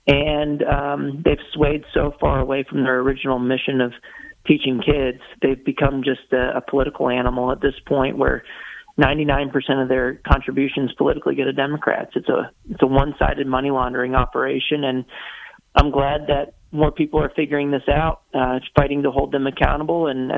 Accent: Texas, United States; Some states like mine in Texas, everybody's eligible

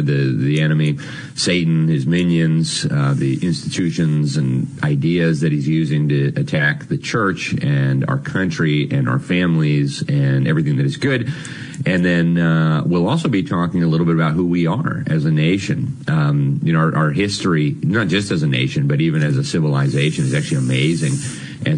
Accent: United States

